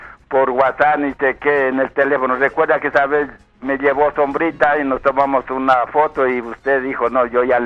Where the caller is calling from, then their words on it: Tulcán, Carchi, Ecuador; De la República Independiente del Carchi, sector capital Tulcán, a sus órdenes.